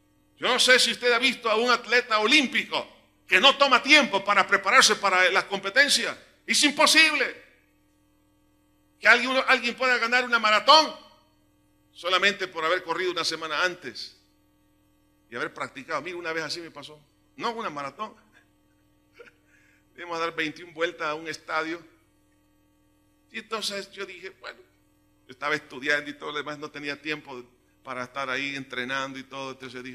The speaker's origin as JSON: {"language": "Spanish", "country": "El Salvador", "said": "no progresamos, hermanos, como salvadoreños"}